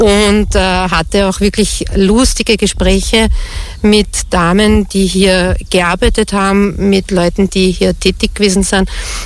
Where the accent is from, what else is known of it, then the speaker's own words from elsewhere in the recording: Oberaubach, Lower Austria, Austria; born there; Ich bin geboren in Oberaubach. Ich habe meine Vorfahren unspektakulärerweise alle in der Umgebung. Also ich kenne mich hier wirklich gut aus.